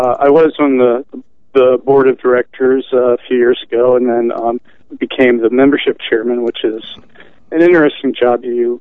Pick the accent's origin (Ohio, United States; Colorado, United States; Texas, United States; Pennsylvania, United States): Pennsylvania, United States; moved away; I'm from Pennsylvania originally, grew up on a small farm there near Valley Forge